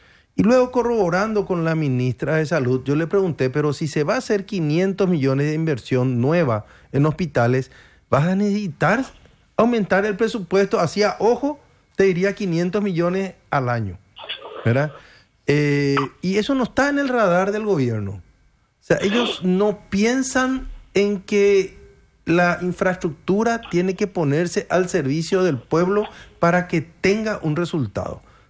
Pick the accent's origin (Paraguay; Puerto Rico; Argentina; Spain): Paraguay